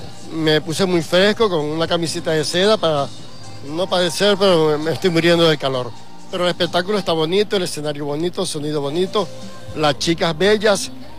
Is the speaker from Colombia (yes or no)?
yes; Colombia; also born or lived in Venezuela; yo soy colombiano, tú lo sabes, también venezolano, tengo las dos nacionalidades